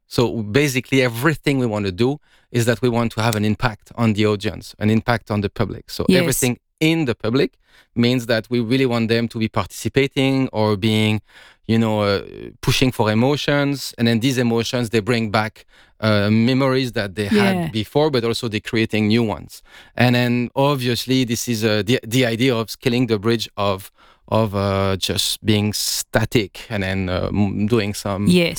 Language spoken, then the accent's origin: English; Belgium; also born or lived in Canada; yes, I am Belgium and I'm Canadian as well. I cannot choose yet.